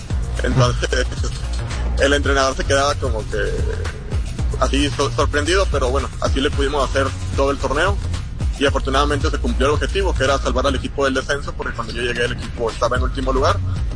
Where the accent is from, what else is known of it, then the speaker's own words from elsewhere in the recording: Mexico; moved away as an adult; now in Mongolia; fui el primer mexicano en llegar aquí a Mongolia, de hecho yo era el único latino del equipo